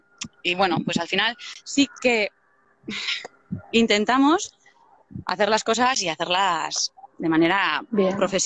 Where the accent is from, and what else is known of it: Deba, Basque Country, Spain; born there; also born or lived in Zumaia